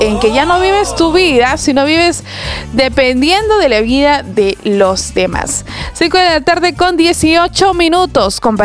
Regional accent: Peru; Somos peruanos

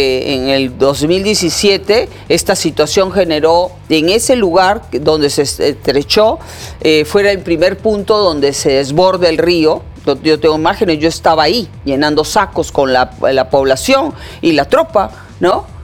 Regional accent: Piura, Peru; yo soy ciudadana, yo soy piurana.

